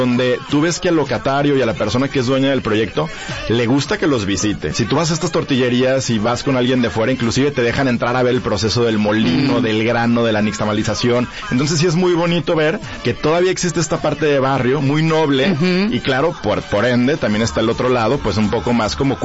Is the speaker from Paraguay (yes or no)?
no; Mexico